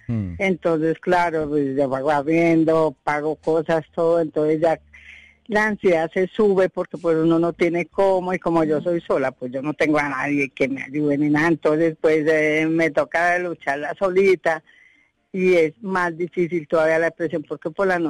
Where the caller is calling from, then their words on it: Pacho, Cundinamarca, Colombia; En Pacho, Cundinamarca.